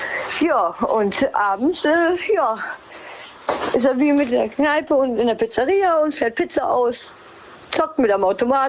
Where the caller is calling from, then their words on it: Rhineland-Palatinate, Germany; Hi, aus Westerwald.